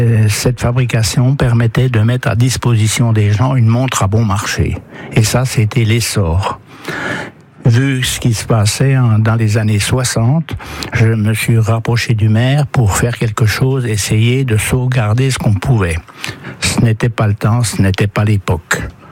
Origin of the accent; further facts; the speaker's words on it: Beaucourt, Bourgogne-Franche-Comté, France; je suis originaire de Beaucourt et j'ai vécu dans l'ambiance des usines qui fonctionnaient toutes.